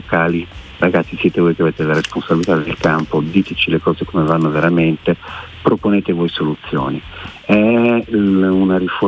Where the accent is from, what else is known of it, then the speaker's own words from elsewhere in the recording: Milan, Lombardy, Italy; Da milanese mi fa migliare questa parola.